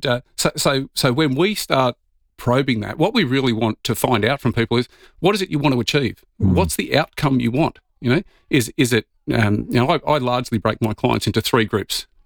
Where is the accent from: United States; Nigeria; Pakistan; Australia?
Australia; Victoria; now in South Australia, Australia; And I moved over to South Australia back in 2002. I'm originally from Victoria, so don't hold that against me.